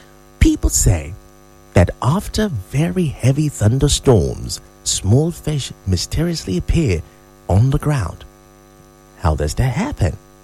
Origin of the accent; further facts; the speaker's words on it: Enugu, Enugu State, Nigeria; There used to be a time while I was growing up in Enugu